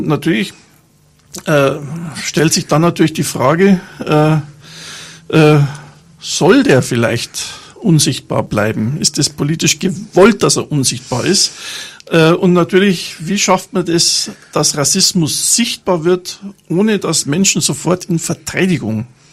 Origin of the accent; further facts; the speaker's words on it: Bavaria, Germany; born there; weil ich als geborener, gebürtiger Bayer natürlich solche Erfahrungen nicht mache.